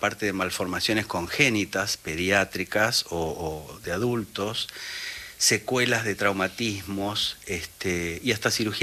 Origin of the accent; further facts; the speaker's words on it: Palmira, Mendoza, Argentina; moved away as an adult; yo soy de Mendoza